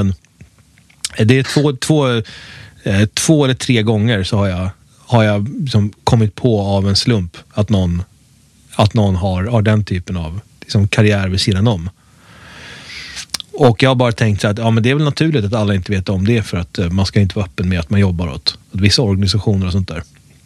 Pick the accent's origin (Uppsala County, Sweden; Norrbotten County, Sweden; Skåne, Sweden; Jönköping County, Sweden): Uppsala County, Sweden; Uppsala; Jag lärde känna ganska många sådana eftersom jag är född och uppvuxen i Uppsala och tolkarna utbildas i Uppsala.